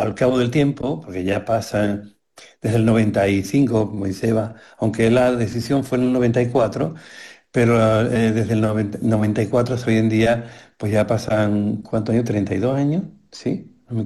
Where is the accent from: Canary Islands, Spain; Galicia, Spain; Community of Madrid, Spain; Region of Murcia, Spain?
Region of Murcia, Spain; Murcia; yo soy de Murcia, yo tengo la comunidad mía, abarca 50 kilómetros en cualquier dirección, estoy fuera, ¿no?